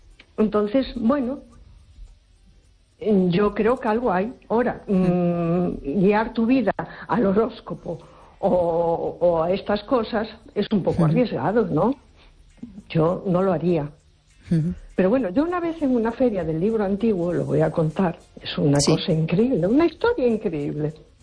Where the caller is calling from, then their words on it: A Coruña, Galicia, Spain; No, buenas noches … de Coruña.